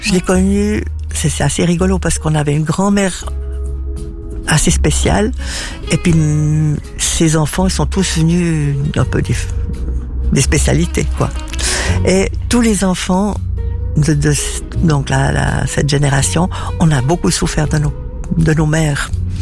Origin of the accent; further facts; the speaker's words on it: Basel, Basel-Stadt, Switzerland; born there; also born or lived in Lausanne / Colombier; J'ai vécu à Bâle.